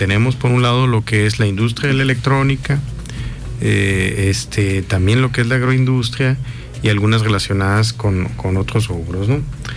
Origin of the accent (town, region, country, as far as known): Mexico